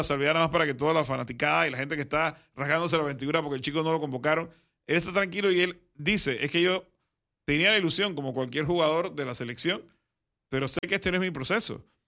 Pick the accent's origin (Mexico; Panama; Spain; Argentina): Panama; yo soy panameño.